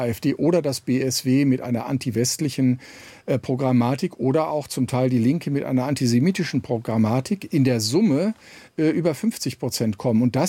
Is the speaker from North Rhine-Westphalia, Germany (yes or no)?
yes; North Rhine-Westphalia, Germany; ich meine, ich komme aus Nordrhein-Westfalen.